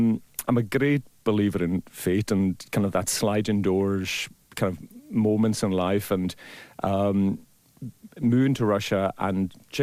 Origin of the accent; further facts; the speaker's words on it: Scotland, United Kingdom; I am very proudly, Scottish as well, maybe Hebridean first.